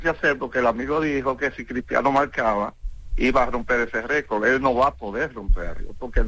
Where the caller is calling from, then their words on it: La Vega, Dominican Republic; estoy llamando desde La Vega